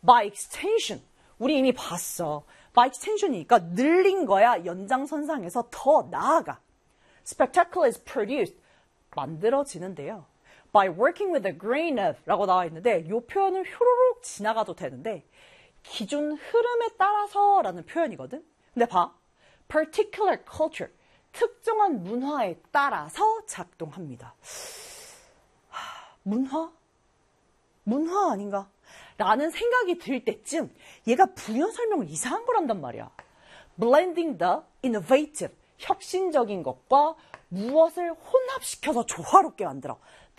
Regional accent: South Korea; 선생님은 한국인. 나는 한국인의 사고를 가지고 있는 거야.

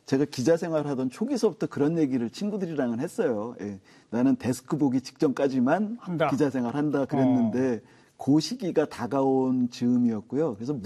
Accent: Incheon, South Korea; 저도 인천에서 태어나서 인천에서 쭉 자랐거든요.

